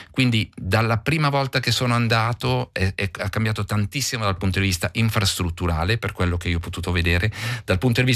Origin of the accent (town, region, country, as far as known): Switzerland